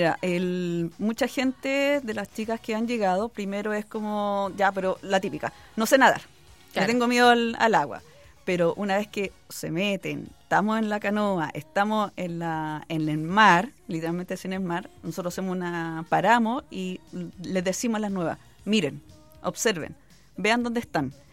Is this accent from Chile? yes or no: yes; Valparaíso, Chile; Mira, y como salimos de distintas partes, pues como te digo, somos de Concón, Viña, Valparaíso, etcétera, nos vamos organizando para irnos en los autos respectivos.